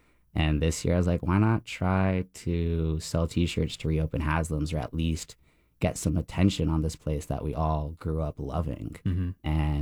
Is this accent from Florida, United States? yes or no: yes; Largo, Florida, United States; also born or lived in St. Petersburg, Florida / Brazil; So my parents moved to St. Pete pretty much right when I got born. I was born in St. Pete. My dad took me there a few times. Then we moved to Largo.